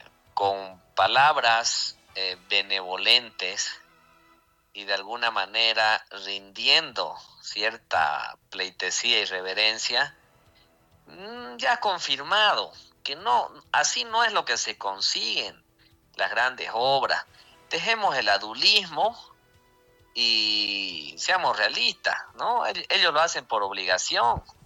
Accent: Vallegrande, Santa Cruz, Bolivia; mi pueblo, este Valle Grande

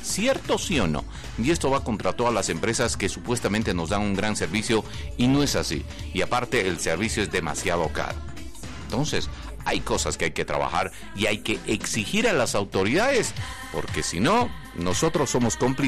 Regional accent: Bolivia

